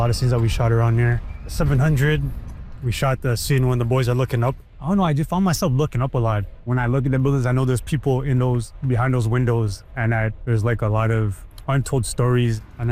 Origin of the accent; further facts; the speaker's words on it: Toronto, Ontario, Canada; I was born and raised in St. Jamestown my whole life.